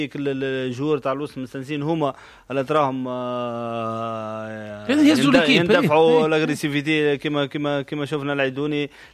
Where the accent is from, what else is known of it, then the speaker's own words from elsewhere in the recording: Tunisia; احنا منتخب تونسي